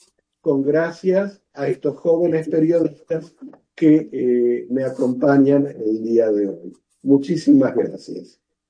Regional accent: Argentina; Y yo soy originario de Argentina.

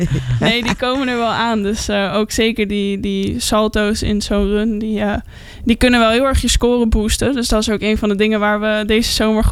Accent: Netherlands; als Nederlander

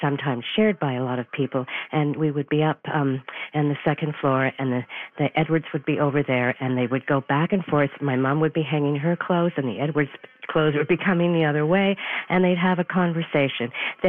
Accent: Montreal, Quebec, Canada; moved away; I know it's International Clothesline Week, so I'm phoning because I'm from Montreal originally

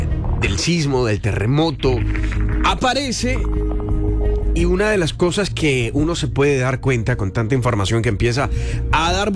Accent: Colombia; a nosotros todos como colombianos nos duele

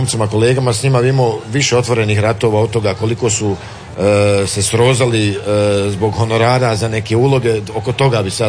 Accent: Tešanj, Federation of Bosnia and Herzegovina, Bosnia & Herzegovina; also born or lived in Doboj; Ja sam ti rođen, pošto je to Tešan jedno malo mjesto, a onda sam rođen u Doboju, to je jedno mjesto blizu Tešnja, tako je, ali samo sam se dole rodio i vratio sam me nazad kući

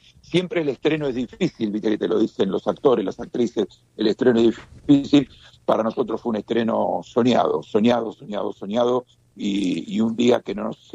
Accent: Argentina; En la Argentina, lamentablemente, así somos hipócritas los argentinos

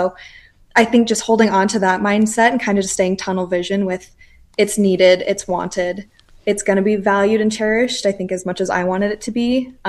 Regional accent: Belle Fourche, South Dakota, United States; Yes. So I was born and raised in Belle Fourche. So I've been here my whole life.

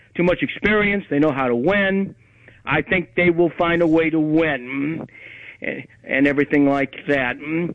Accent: Southfield, Michigan, United States; I'm from Michigan, Southfield, Michigan, but that's okay.

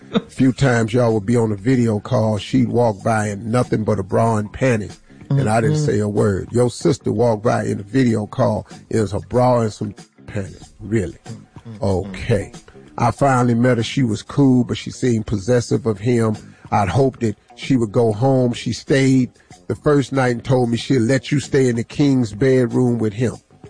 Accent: Welch, West Virginia, United States; born or raised there

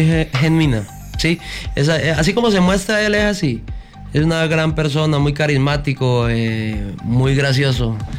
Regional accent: Tibú, Norte de Santander, Colombia; now in Cúcuta, Colombia; yo soy del Catatumbo, orgullosamente, tibuyano.

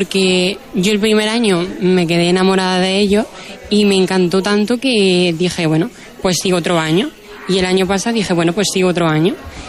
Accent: La Carolina, Andalusia, Spain; Yo soy de La Carolina, de un pueblo de Jaén.

